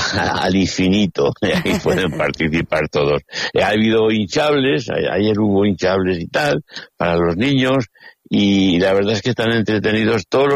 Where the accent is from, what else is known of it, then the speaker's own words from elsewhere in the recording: Spain; los que somos de Verdejo y los que somos devotos de nuestra patrona